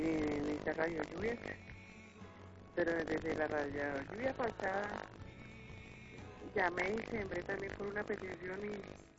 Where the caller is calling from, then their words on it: Bogotá, Colombia; Yo estoy en el barrio San Juelito, aquí en Bogotá